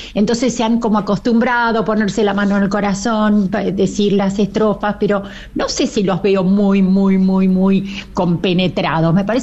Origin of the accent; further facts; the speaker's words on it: Buenos Aires, Argentina; Y desde muy chica, pero muy chica, vivíamos en una casa en la calle Agüero, acá en la ciudad de Buenos Aires